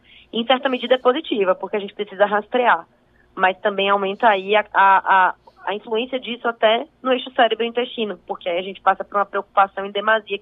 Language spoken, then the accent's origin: Portuguese; Rio Grande do Sul, Brazil; moved away as an adult; now in Bahia, Brazil; Eu sou do Rio Grande do Sul, mas fiz faculdade aqui na UFBA, na Federal da Bahia